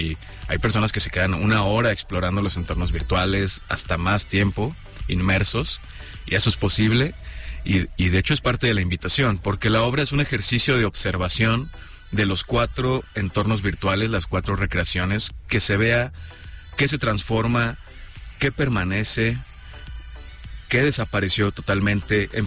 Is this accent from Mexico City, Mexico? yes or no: no; Monterrey, Nuevo León, Mexico; moved away as an adult; Yo soy de Monterrey, yo nací en Monterrey, casi toda mi vida me vi rodeado de estas montañas y me dio una nostalgia infinita por el noreste, por la tierra donde yo siento mis raíces